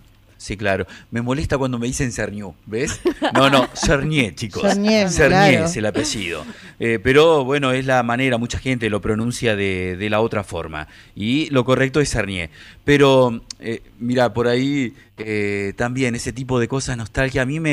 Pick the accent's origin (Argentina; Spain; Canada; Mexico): Argentina; Igual me siento profundamente argentino y no me hubiese gustado nacer en otra parte. Yo contento con nacer acá